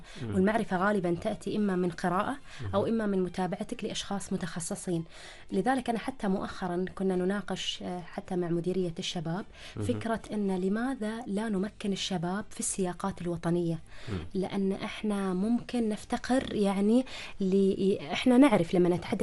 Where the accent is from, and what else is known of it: Oman